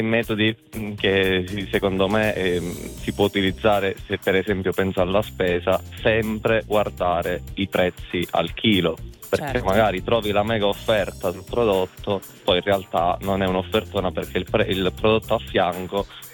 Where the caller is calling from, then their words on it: Calabria, Italy; A questo momento mi trovo in viaggio, sto andando a Roma. Però io chiamo dalla Calabria.